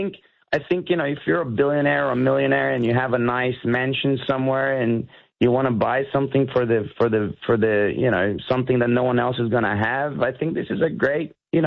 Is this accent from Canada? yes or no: no; Australia; also born or lived in Brazil; I've moved around a lot, but I was born in Brazil, but I grew up in Australia.